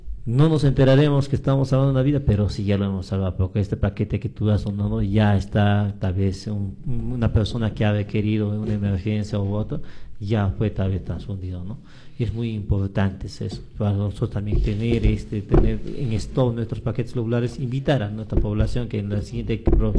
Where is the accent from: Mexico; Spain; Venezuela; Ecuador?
Mexico; nuestros paisanos, porque también soy mexicano, ¿no?